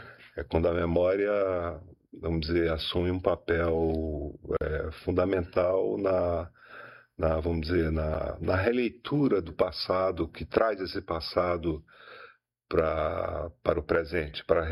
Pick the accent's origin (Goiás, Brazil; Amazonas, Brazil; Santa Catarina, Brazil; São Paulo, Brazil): Amazonas, Brazil; Manaus; born there